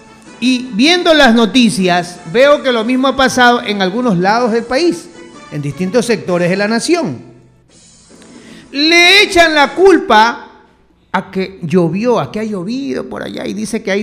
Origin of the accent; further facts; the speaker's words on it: Ecuador; nosotros, los ecuatorianos, estamos mendigando.